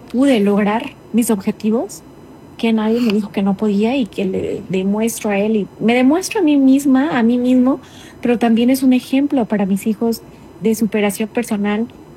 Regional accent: Mexico; now in Denver, United States; como mexicanos estamos para apoyarnos unos a los otros

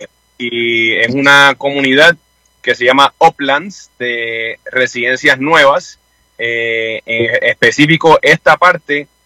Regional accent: Puerto Rico; sino que este boricua también, porque pues yo me siento un poquito colombiano, ya que mi esposa es colombiana y pues naturalmente mis hijos también son mitad colombianos

